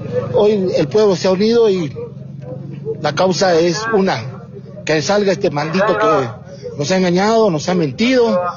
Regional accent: Bolivia; algunas cosas que tenemos como bolivianos

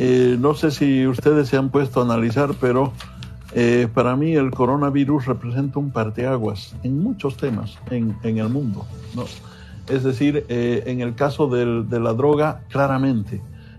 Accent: Bolivia

